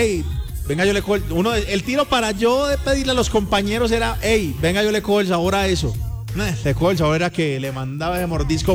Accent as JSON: {"language": "Spanish", "country": "Colombia", "lives_now": "Bogotá, Colombia", "said": "Yo que vengo de otra región de Colombia."}